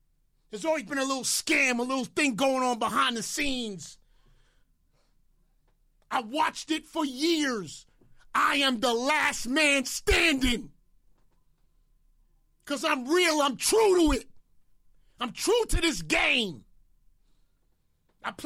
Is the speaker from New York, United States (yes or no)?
yes; New York City, New York, United States; I am from the Bronx, and I've been here a long time.